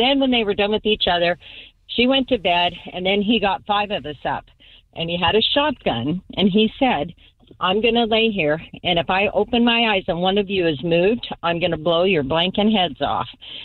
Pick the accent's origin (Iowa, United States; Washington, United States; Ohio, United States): Washington, United States; Soap Lake; Soap Lake. I shouldn't tell you that because I have 2 brothers that ended up being police officers, and several of my siblings were very successful.